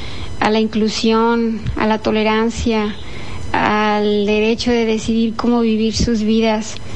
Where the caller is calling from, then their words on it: Canada; vivo en Canadá.